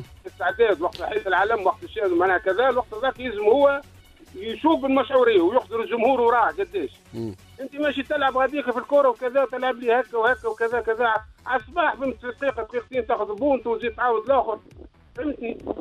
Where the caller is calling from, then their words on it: Jendouba, Jendouba Governorate, Tunisia; من جندوبه